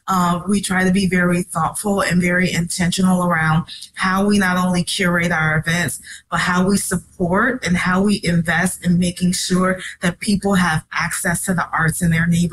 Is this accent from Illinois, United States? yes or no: yes; Chicago, Illinois, United States; lifelong Chicagoan. I grew up on Chicago's west side in North Lawndale